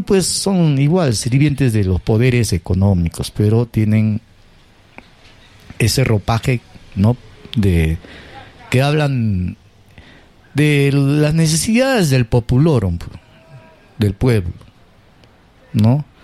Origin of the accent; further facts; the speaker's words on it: Peru; de mi pueblo peruano, de nuestro pueblo?